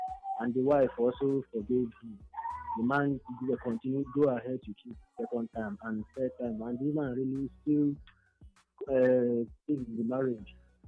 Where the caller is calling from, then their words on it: Enugu, Enugu State, Nigeria; I'm calling from Enugu.